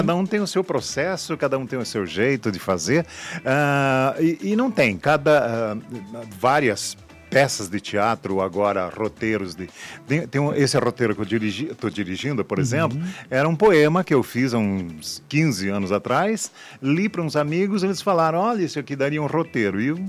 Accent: Brazil; somos brasileiros

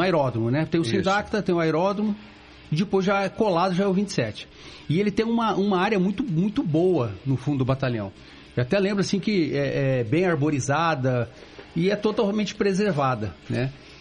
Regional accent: Apucarana, Paraná, Brazil; moved away as an adult; also born or lived in Pato Branco, Brazil / Amazon, Brazil; Eu nasci em Pato Branco, mas fui criado em Apucarana. Então eu me considero pé vermelho, né?

